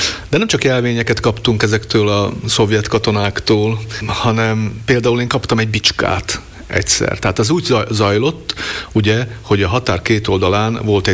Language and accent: Hungarian; Košice Region, Slovakia; born or raised there; moved away as an adult